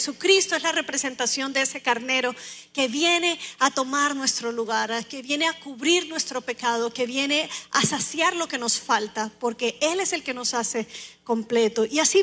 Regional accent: Colombia; also born or lived in Costa Rica / Orlando; now in Houston, United States; Yo soy de Colombia, había vivido 6 años en Costa Rica y yo amé Costa Rica

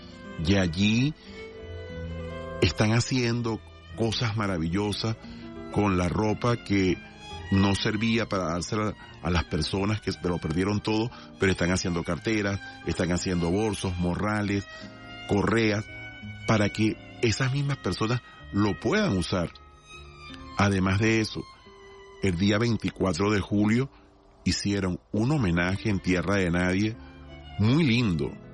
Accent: Venezuela; Como lo he dicho en otros programas, somos hijos de libertadores, somos hijos de héroes, porque somos hijos de Bolívar, de Sucre, de Miranda, de Páez.

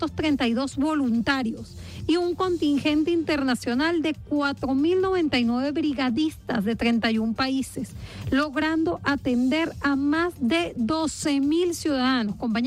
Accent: Venezuela; Eso como venezolanos tenemos que preguntárnoslo

